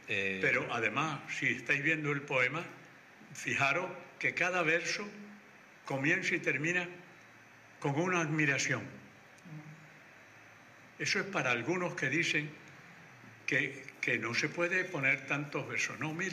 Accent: Maracaibo, Zulia, Venezuela; moved away as an adult; also born or lived in Barcelona; now in Spain; mis tías canarias me criaron a mí. Las primeras cosas que yo hice fueron comidas canarias. Ella tenía en la casa que nosotros vivíamos, era una casa que tenía unos 2.500, 300 metros de parcela. Porque en Maracaibo las casas se construían bien fuera

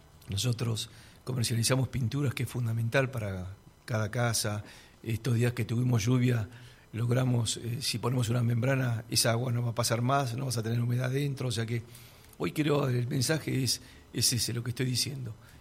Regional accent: Buenos Aires, Argentina; moved away; porque yo que vine hace 44 años de Buenos Aires, amo donde estoy, es el lugar de mis hijos, es el lugar de mis nietos, es la Argentina en sí.

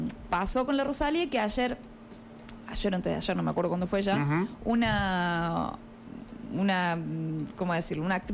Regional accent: Argentina; nosotros como argentinos no tenemos nada que decir más que mostrar cómo somos.

